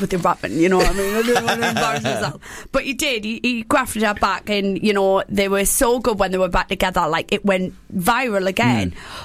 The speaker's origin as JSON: {"language": "English", "region": "North East England", "country": "United Kingdom"}